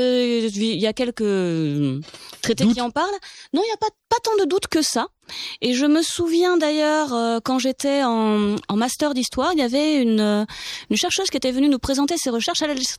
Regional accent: Hauts-de-France, France; Moi, je viens du Nord, du coup, du côté de Beauvais.

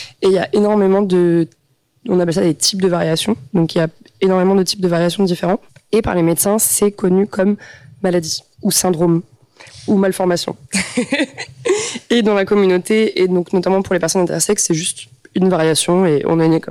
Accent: Île-de-France, France; also born or lived in Strasbourg; now in Montpellier, France; Non, je viens de Paris à la base.

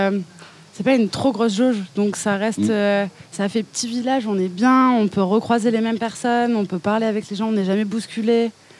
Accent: Marseille, Provence-Alpes-Côte d'Azur, France; moi je viens de Marseille.

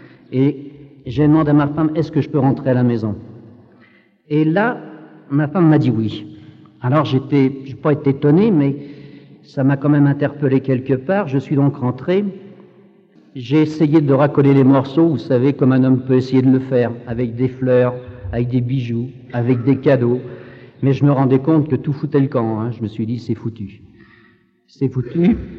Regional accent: Brittany, France; je connais le granit, puisque je suis breton

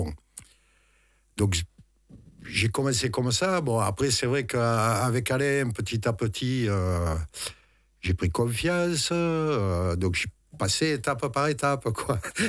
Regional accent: Saint-Gilles, Occitanie, France; je suis originaire de Saint-Gilles.

